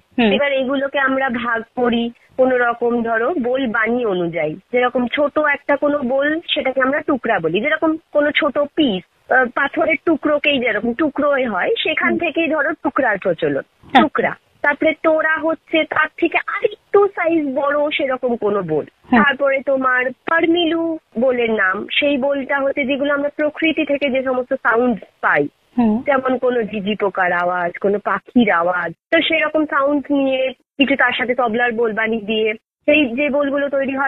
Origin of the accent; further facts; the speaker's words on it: Raghunathganj, West Bengal, India; moved away; আমার বাড়ি হচ্ছে অ্যাকচুয়ালি মুর্শিদাবাদ